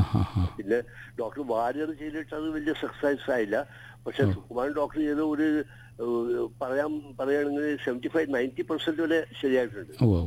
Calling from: Kochi, Kerala, India; ഞാൻ കൊച്ചിന്ന് വിളിക്കണം.

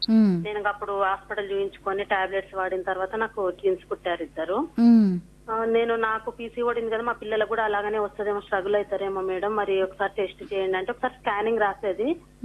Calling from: Hyderabad, Telangana, India; మేము హైదరాబాద్ నుంచి మాట్లాడుతున్నాం మేడం.

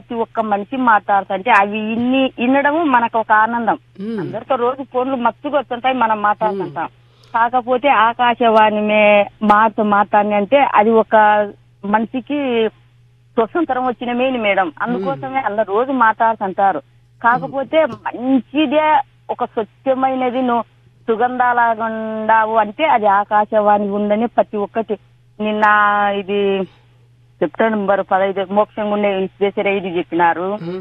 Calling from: Rudravaram, Andhra Pradesh, India; మాది ఇక్కడ నంద్యాల జిల్లా మేడం, నా రుద్రవరం

